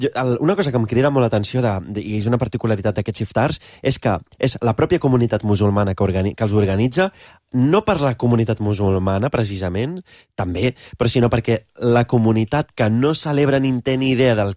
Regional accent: Roses, Catalonia, Spain

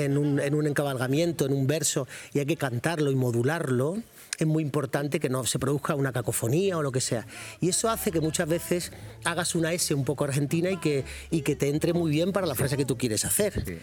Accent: Andalusia, Spain; yo soy andaluz, pero soy de padre sevillano, que sea, madre malagueña, que cecea.

